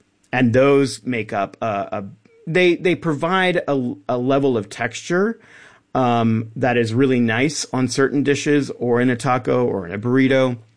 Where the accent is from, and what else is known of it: Texas, United States; born or raised there